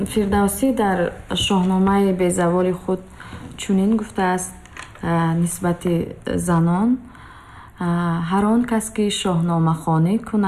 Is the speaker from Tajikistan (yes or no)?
yes; Farkhor, Khatlon, Tajikistan; من در آیله کرگر به دنیا آمدم در نویه فرخور و بعد ختم در مکتب میونه نویه فرخور رو تحصیل کردم